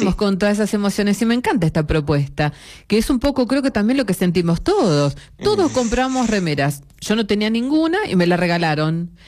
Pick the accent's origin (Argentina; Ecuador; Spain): Argentina; Porque también somos, ¿no? Así como argentinos seres humanos, ¿no?